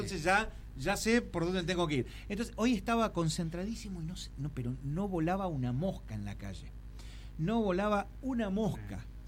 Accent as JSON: {"language": "Spanish", "country": "Argentina", "said": "Me preguntó dónde éramos, le dije Argentina."}